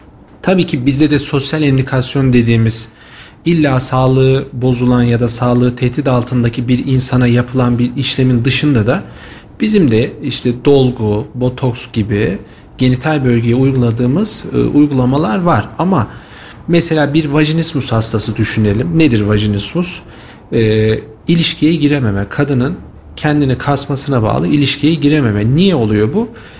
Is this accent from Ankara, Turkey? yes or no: no; Kayseri, Turkey; moved away as an adult; Ben aslen Kayserliyim. Üniversite yıllarında Kayseri dışında eğitim alman vesilesiyle dışarıda bir müddet kaldım ve yaklaşık 6 yıldır tekrar memleketim olan Kayseri'de görev yapmaktayım.